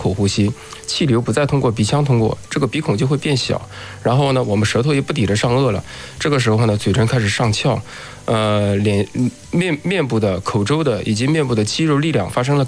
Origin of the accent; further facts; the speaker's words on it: China; 我们中国人嘛，都喜欢樱桃小口，